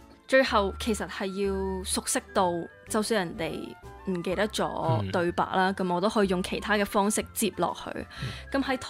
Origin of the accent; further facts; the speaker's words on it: Macau; 我同麦思玉一样都是土生土长的澳门人